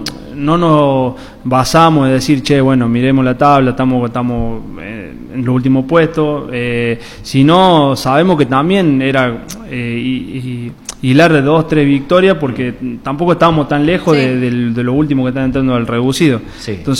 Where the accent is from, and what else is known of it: Córdoba, Argentina; now in Santiago del Estero, Argentina